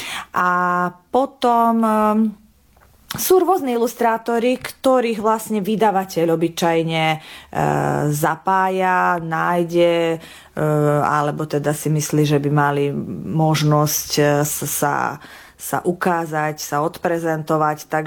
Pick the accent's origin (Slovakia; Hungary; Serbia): Serbia; Janošik, Vojvodina; A pochovaný bol mojej rodnej obci v Janošiku, teda v Srbsku dnešnom.